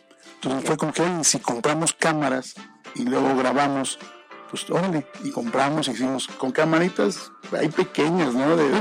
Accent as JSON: {"language": "Spanish", "country": "Mexico", "said": "Somos fiesteros y eso es … realmente somos mexicanos y esa lo tenemos en el ADN"}